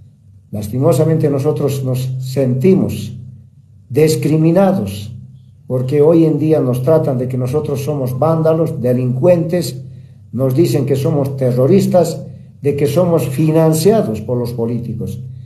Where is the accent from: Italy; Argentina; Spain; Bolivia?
Bolivia; Nosotros también somos bolivianos